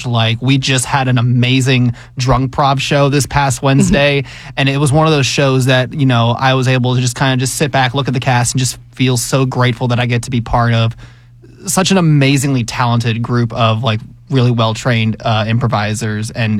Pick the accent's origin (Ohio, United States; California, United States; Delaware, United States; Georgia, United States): Georgia, United States; Columbus; Yeah, I'm originally from Columbus.